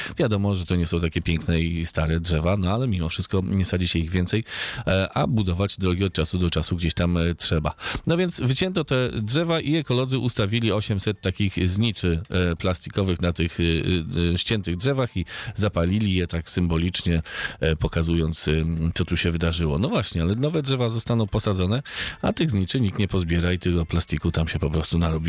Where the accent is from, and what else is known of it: Wrocław, Lower Silesian Voivodeship, Poland